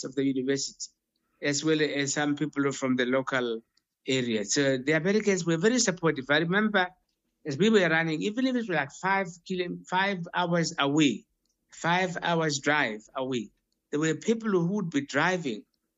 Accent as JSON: {"language": "English", "country": "South Africa", "moved": "as an adult", "said": "knowing that this is the guy that we come from South Africa together"}